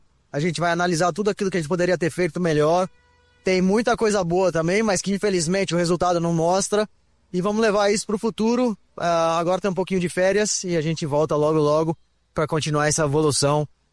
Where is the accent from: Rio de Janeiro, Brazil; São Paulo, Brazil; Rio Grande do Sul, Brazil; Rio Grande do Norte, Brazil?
São Paulo, Brazil; Eu que nasci aqui em São Paulo, tive muitos anos aqui no kartódromo correndo